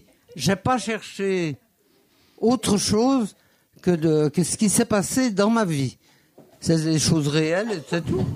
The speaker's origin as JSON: {"language": "French", "region": "Auvergne-Rhône-Alpes", "country": "France", "said": "J'étais jeune, mais j'étais la plus jeune savoyarde."}